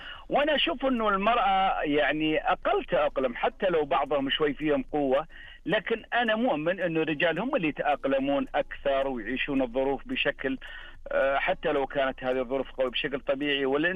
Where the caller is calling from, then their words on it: Hafar Al-Batin, Eastern Province, Saudi Arabia; من حفر الباطن.